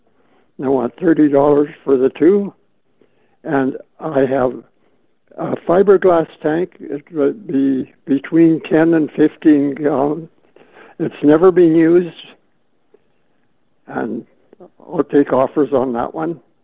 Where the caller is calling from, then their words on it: Winnipeg, Manitoba, Canada; Transcona.